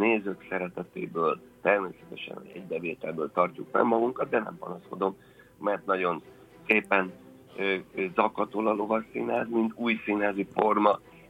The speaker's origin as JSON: {"language": "Hungarian", "country": "Hungary", "said": "mint magyar művész"}